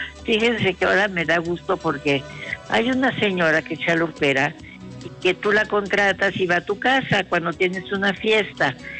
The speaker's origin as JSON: {"language": "Spanish", "region": "Puebla", "country": "Mexico", "said": "Somos orgullosamente mexicanos y es más, somos orgullosamente poblanos."}